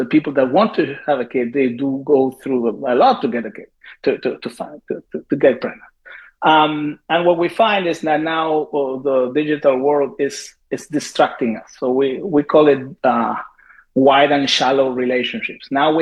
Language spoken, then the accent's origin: English; Argentina; As I said, I'm from Argentina, and not too long ago, Argentina legalized abortion, and that was the talk.